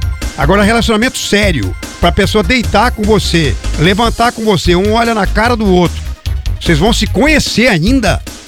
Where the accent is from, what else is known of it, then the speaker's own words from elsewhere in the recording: Jacarezinho, Paraná, Brazil; moved away; em Jacarezinho, lá na minha terra natal.